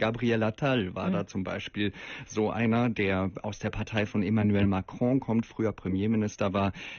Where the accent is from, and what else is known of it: Bavaria, Germany